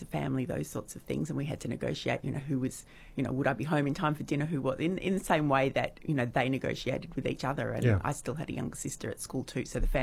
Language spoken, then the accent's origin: English; Melbourne, Victoria, Australia; So I grew up in Melbourne and I went straight from school to university.